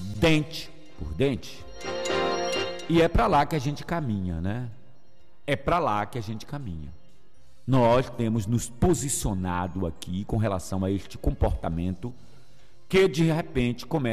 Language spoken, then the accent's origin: Portuguese; Brazil; moved away as an adult; Morei na Ruinha praticamente a minha infância, a minha adolescência e o início da vida adulta aí na Ruinha, onde tenho amigos, familiares, pessoas queridas.